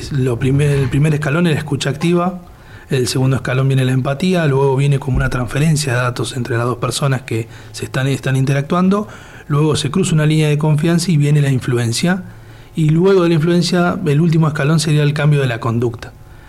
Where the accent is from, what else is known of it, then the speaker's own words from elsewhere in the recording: Argentina; porque somos argentinos, digo yo